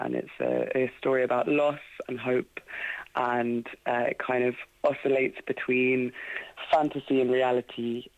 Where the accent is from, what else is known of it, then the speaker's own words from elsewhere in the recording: Cork, Munster, Ireland; born there; So I was born in Cork, so...